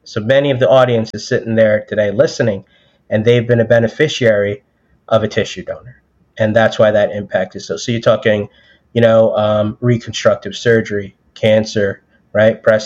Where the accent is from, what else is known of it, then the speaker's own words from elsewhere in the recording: New York City, New York, United States; I'm a New Yorker, born and raised out of Brookdale in Brooklyn